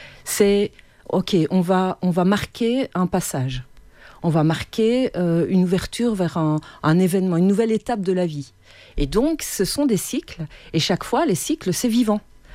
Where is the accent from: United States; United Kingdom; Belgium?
Belgium; moved away as an adult; now in Haute-Vallée de l'Aude, France; je suis belge. Donc je débarque dans la Haute-Vallée de l'Aude avec grand plaisir. J'ai grandi dans une pâtisserie-boulangerie